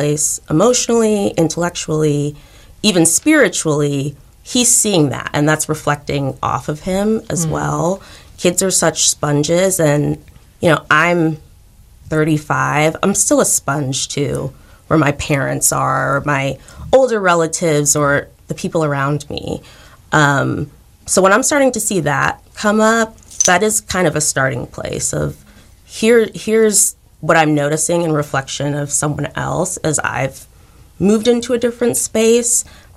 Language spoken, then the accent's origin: English; United States; I'm Nigerian American, so that is what I'm using in my book binding.